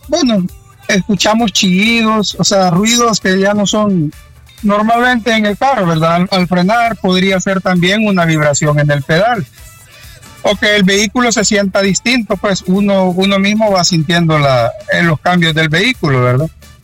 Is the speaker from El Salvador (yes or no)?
yes; El Salvador